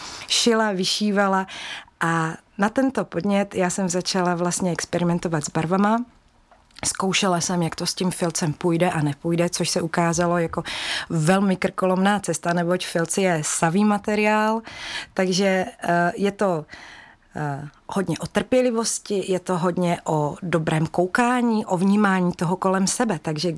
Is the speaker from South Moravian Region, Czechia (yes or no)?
no; Mohelnice, Olomouc Region, Czechia; jsem z Mohelnice a věnuji se tvorbě z filcu už 10 let.